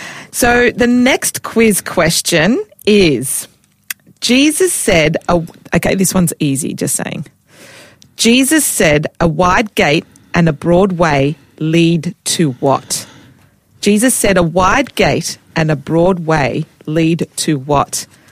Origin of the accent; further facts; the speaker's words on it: Australia; born there; I was born in Australia.